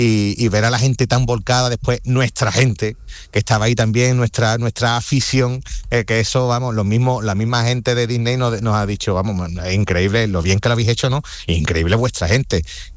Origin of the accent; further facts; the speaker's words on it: Conil de la Frontera, Andalusia, Spain; nuestra bandera de nuestra tierra, de Conil, de Cádiz, de nuestra cultura.